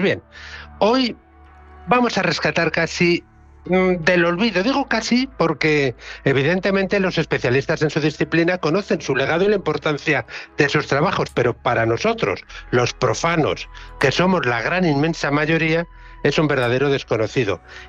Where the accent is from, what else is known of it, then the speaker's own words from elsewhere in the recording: Spain; porque somos españoles y los españoles tratamos así a nuestros próceres, las cosas como son.